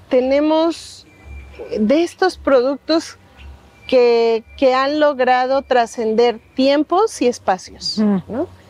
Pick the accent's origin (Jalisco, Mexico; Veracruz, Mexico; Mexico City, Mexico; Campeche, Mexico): Veracruz, Mexico; mi cultura, mi familia, venimos de la Huasteca Veracruzana